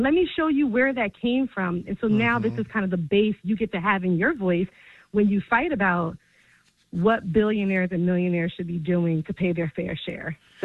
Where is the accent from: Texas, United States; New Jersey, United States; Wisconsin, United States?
New Jersey, United States